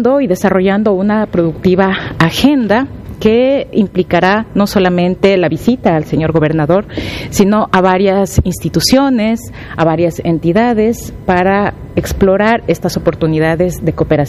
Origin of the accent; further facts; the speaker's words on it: Ecuador; moved away as an adult; now in Argentina; soy embajadora del Ecuador acá en la República Argentina.